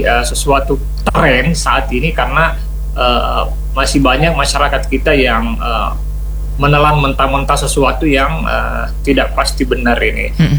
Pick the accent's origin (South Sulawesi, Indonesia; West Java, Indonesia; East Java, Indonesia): South Sulawesi, Indonesia; kita sih orang Bugis Makassar